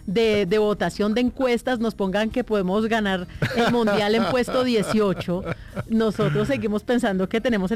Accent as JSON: {"language": "Spanish", "country": "Colombia", "said": "Pues nosotros como colombianos somos muy optimistas."}